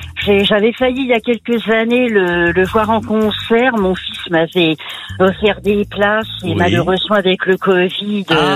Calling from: Villetaneuse, Île-de-France, France; Alors je suis à Villetaneuse dans le 93.

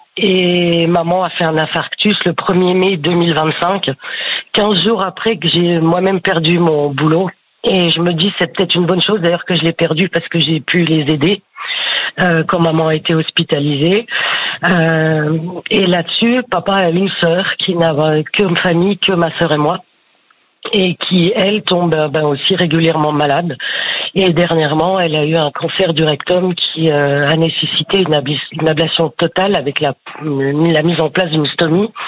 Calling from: Pont-à-Mousson, Grand Est, France; Je vous appelle de Pont-à-Mousson, c'est une petite ville entre Nancy et Metz.

